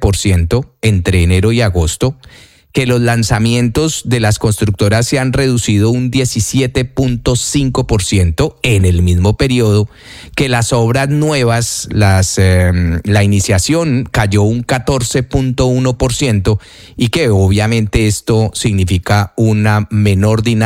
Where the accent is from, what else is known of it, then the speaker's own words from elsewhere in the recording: Colombia; moved away; nosotros somos colombianos en el exterior.